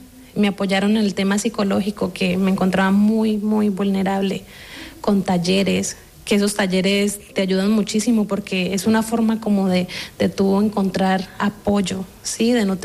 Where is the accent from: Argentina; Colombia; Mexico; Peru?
Colombia; moved away as an adult; now in Spain; de Colombia. Tengo 28 años